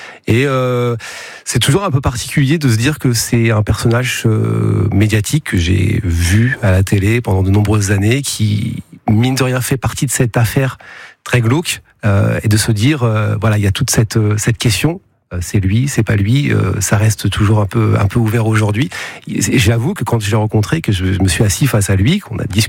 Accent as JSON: {"language": "French", "town": "Le Mans", "region": "Pays de la Loire", "country": "France", "tie": "born or raised there", "said": "je suis né au Mans, bien sûr, ouais, je suis né au Mans, j'ai grandi au Mans, ma famille est au Mans, je suis manceau."}